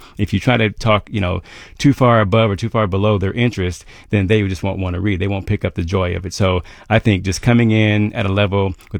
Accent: Columbus, Ohio, United States; I'm from Columbus's East Side. We call it well, I guess they call it now the King Lincoln District, or Bronzeville, as it was called back in the day.

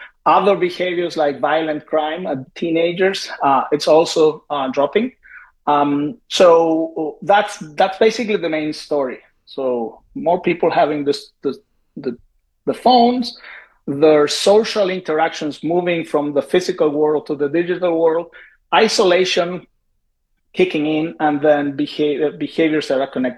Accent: Argentina; English is a second language; So I'm from Argentina.

